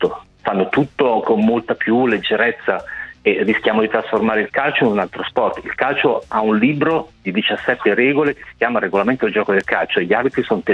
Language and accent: Italian; Como, Lombardy, Italy; essendo comasco